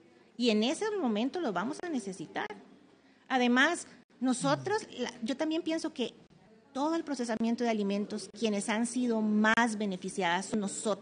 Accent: Costa Rica; En mi país tiembla mucho, aquí tiembla mucho.

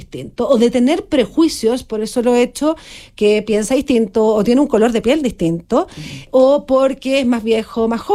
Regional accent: Chile

